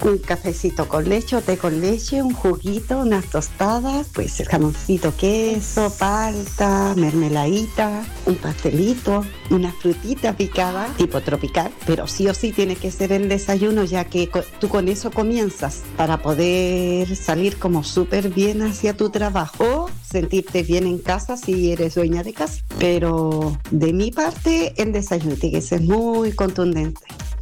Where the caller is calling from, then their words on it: Quilpué, Valparaíso, Chile; desde Quilpué, pues, City Hill